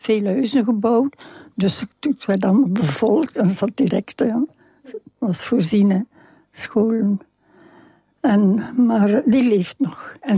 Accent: Flanders, Belgium; Ja, maar, zeg ik, zo met veel overtuiging. Ja, maar ik ben een Vlaming.

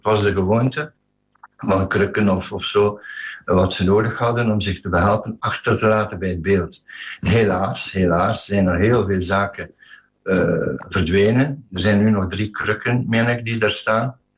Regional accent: Bottelare, Flanders, Belgium; Ik ben dus geboren en getogen in Bottelaren.

